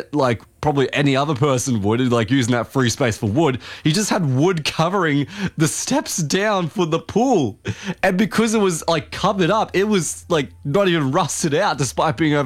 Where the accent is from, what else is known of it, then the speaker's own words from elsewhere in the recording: Central Coast, New South Wales, Australia; moved away; I went back to my hometown of the Central Coast